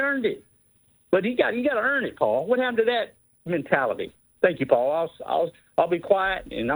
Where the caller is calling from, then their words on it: Georgia, United States; I live in Georgia.